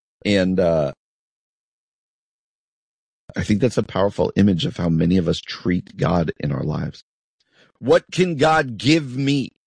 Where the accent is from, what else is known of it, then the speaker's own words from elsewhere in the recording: New Jersey, United States; like where I grew up in New Jersey, it's the start of beach season, right?